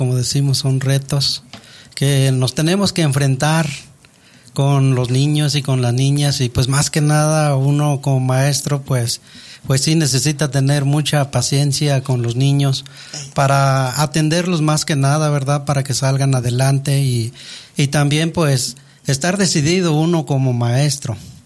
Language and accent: Spanish; Veracruz, Mexico; first language Nahuatl; Spanish is a second language; moved away; vengo del estado de Veracruz, también soy indígena, hablante de la lengua materna náhuatl.